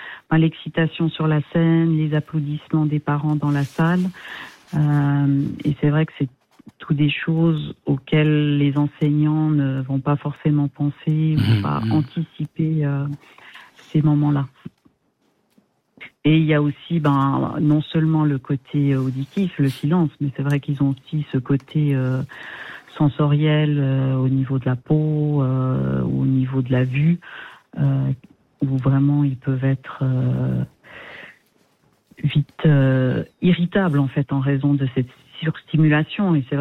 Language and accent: French; Thailand; moved away; j'ai passé mon enfance en Thaïlande.